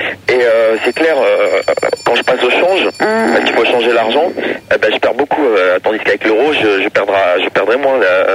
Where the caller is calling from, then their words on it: Lyon, Auvergne-Rhône-Alpes, France; Ah non, j'appelle de Lyon.